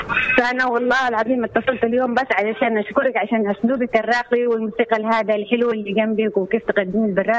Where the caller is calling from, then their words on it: Mansoura, Dakahlia, Egypt; أنا أكلمك من المنصورة.